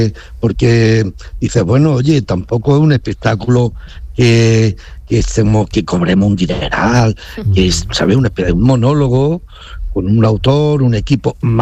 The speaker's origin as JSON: {"language": "Spanish", "area": "Jaén", "region": "Andalusia", "country": "Spain", "tie": "born or raised there", "also_born_or_lived": "Granada province, Spain", "said": "yo soy de Granada, nací en Granada, en Tilar, pueblo de Granada, que me he criado en Jaén"}